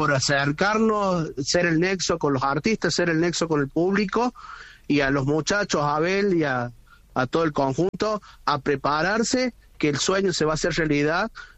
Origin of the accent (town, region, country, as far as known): Argentina